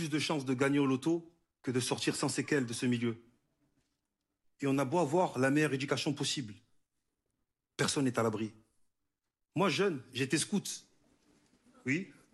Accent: Marseille, Provence-Alpes-Côte d'Azur, France; born there; Je suis né à Marseille. Et comme beaucoup d'autres qui ont grandi dans un quartier, je me suis construit sur la base d'un mensonge.

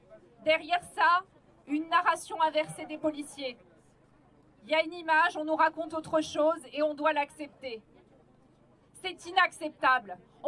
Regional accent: Pierrefitte-sur-Seine, Île-de-France, France; Moi, j'ai grandi à Pierrefitte. J'ai fait mon lycée à Paul-Éluard, à Saint-Denis.

